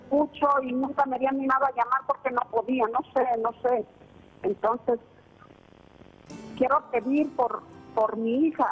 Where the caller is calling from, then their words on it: Tonalá, Jalisco, Mexico; de Tonalá, Jalisco.